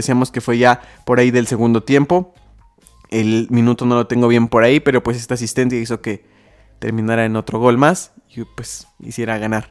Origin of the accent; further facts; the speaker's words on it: Mexico; también eso nos hace como mexicanos, ¿no?